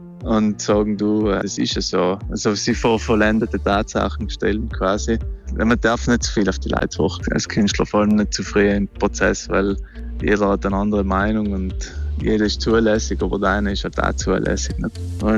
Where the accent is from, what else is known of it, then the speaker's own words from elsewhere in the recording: South Tyrol, Italy; Ich wollte einfach eine Rückkehr sprachliche nach Südtirol machen, meine Heimat.